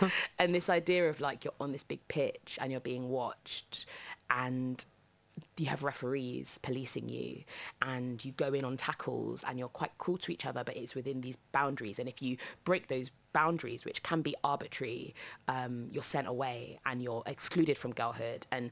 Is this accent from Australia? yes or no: no; London, United Kingdom; I grew up in Southeast London, and all my old haunts are completely different now, but I actually live really close to where I grew up. I live like across the road from the hospital where I was born now